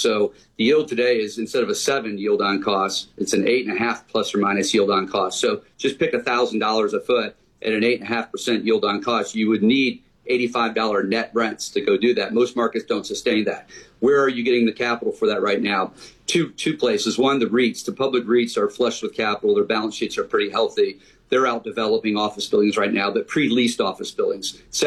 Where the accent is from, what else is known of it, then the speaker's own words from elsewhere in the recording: Detroit, Michigan, United States; and I'm from Detroit, Michigan, so I can pick on Detroit.